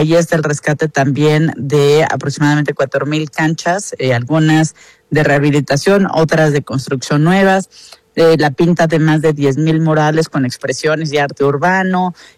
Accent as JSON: {"language": "Spanish", "country": "Mexico", "said": "nos hace sentirnos orgullosos como mexicanos y mexicanas."}